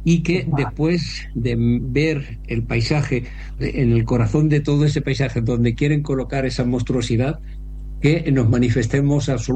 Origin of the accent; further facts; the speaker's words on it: Valencian Community, Spain; como castellano parlantes, pero lógicamente tenemos que trabajar mucho la identidad de valencianos, la identidad de habitantes de este valle